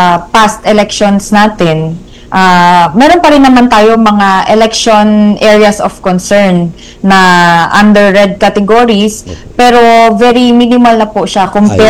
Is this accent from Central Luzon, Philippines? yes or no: no; Batangas, Calabarzon, Philippines; moved away as an adult; now in Bangsamoro, Philippines; And I am from Batangas.